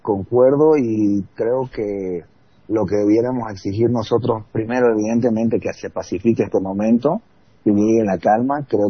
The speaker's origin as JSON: {"language": "Spanish", "region": "Santa Cruz", "country": "Bolivia", "said": "nosotros como clase media, como cruceños, como departamento"}